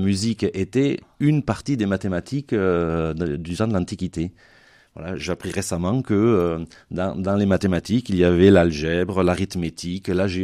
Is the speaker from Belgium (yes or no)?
no; Saint-Chély-d'Apcher, Occitanie, France; Oui, je suis de Saint-Chély-d'Apcher et dans une famille où le football ou les sports en pleine nature nous étaient plutôt étrangers.